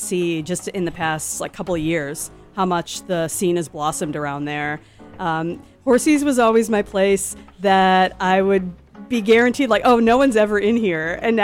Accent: Massachusetts, United States; now in Denver, United States; I was originally from Massachusetts, so we were trying to figure out where do we want to live long term.

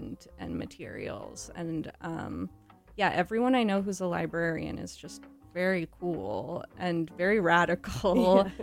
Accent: Newton, Massachusetts, United States; moved away as an adult; now in California, United States; But I'm from Newton.

